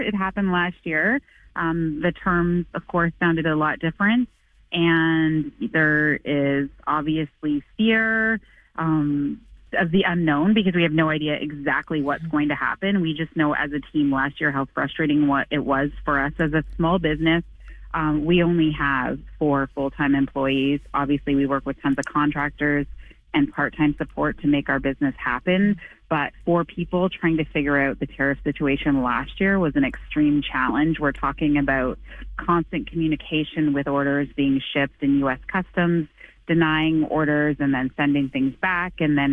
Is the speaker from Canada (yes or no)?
yes; Canada; We just do what we do as resilient Canadian small businesses.